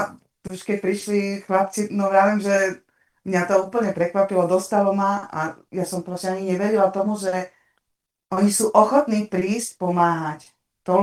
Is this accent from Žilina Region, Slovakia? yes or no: no; Čeláre, Banská Bystrica Region, Slovakia; born there; môj otec s maminkou sa presťahovali na Kirť a proste my sme sa tam všetci, ja a moji súrodníci, všetci sme sa tam už narodili.